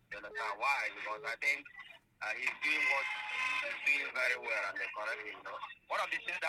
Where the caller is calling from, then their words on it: Enugu, Enugu State, Nigeria; I come from Enugu.